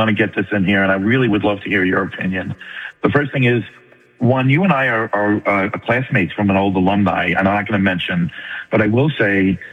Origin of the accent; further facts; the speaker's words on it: New York, United States; I am from New York, and I was going to say to Linda, don't ever lose that accent.